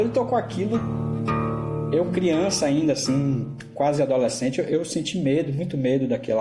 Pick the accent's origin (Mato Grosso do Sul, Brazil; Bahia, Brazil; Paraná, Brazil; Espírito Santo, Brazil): Bahia, Brazil; Salvador; do bairro onde eu nasci, Pirajá.